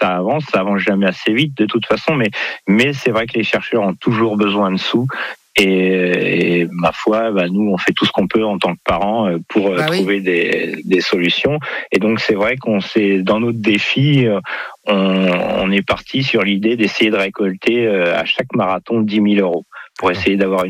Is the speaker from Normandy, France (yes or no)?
yes; Normandy, France; Alors, on est normand